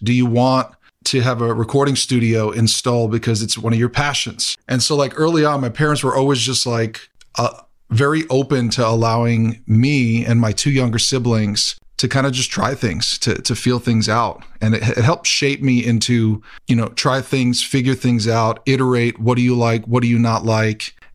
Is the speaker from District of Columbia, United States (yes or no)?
no; New York City, New York, United States; I'm a born and raised boy from Queens, New York, classic melting pot. People say, where are you from? What's your background? I'm like, well, my dad's an immigrant from Colombia who came to the U.S. when he was very young, about around 7 years old.